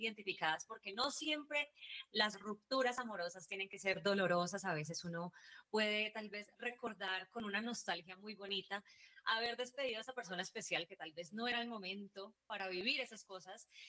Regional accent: Colombia; now in United States; Hace 8 años me fui de Colombia, estoy viviendo en los Estados Unidos, así que es muy lindo volver a casa, volver a la tierrita para hablar de música.

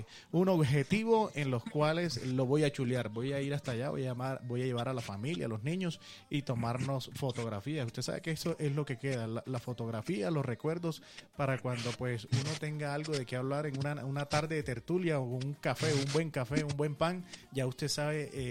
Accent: Coveñas, Sucre, Colombia; yo soy de allá de Coveña, soy coveñero nacido y criado

